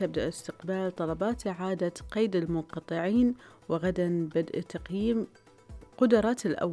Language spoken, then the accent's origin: Arabic; Bahrain; في مملكتنا الحبيبة